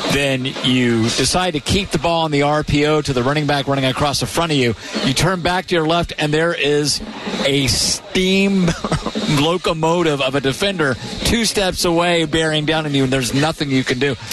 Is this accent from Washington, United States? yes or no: no; Fulton Beach, Texas, United States; My hometown of Fulton Beach getting lashed pretty good by this hurricane right now. So hope all my old friends and haunts are either out of the danger's way